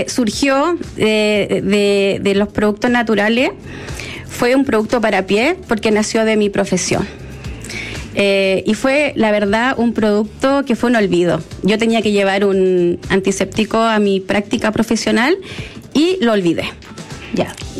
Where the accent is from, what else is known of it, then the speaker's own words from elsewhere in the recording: Chile; born there; soy marca Chile